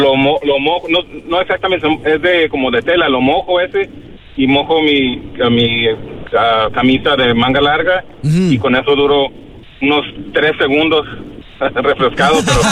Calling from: Phoenix, Arizona, United States; les hablo desde Phoenix, Arizona.

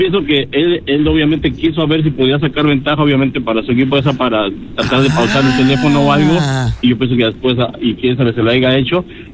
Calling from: Phoenix, Arizona, United States; Desde Phoenix.

